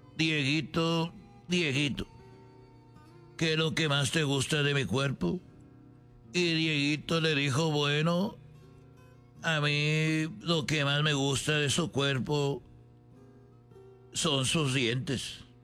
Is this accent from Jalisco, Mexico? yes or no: yes; Jalisco, Mexico; Bueno, yo me acuerdo que cuando yo iba a la escuela ya donde yo nací en Jalisco, no era una escuela normal, pero era una casa